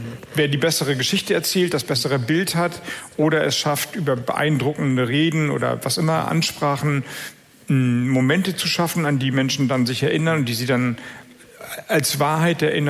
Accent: Kiel, Schleswig-Holstein, Germany; moved away as an adult; also born or lived in Freiburg; Ich bin ja in Kiel groß geworden, in der Nähe von Kiel. Und als ich 18 war und Abitur gemacht habe, wollte ich nur weg.

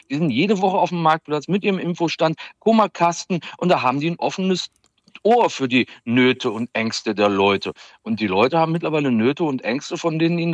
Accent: Sangerhausen, Saxony-Anhalt, Germany; born there; moved away; ich komme aus Sangerhausen, Mansfeld Südarzt, der älteste Landkreis der Bundesrepublik. Der älteste Landkreis der Bundesrepublik

